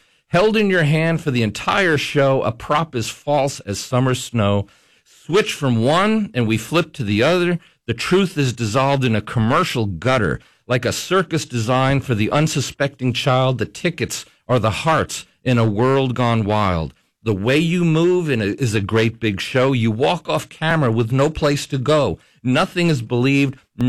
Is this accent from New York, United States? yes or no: no; Kentucky, United States; So that's that my celebration of my home state here.